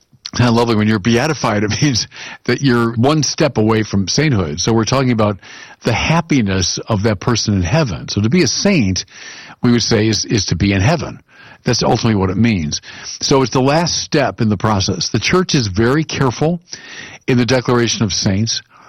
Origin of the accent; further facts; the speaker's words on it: Illinois, United States; he's from my home state of Illinois